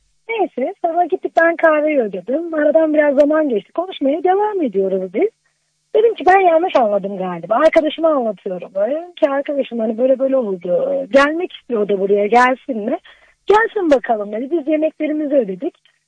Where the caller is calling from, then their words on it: Ankara, Turkey; Ankara'dan arıyorum.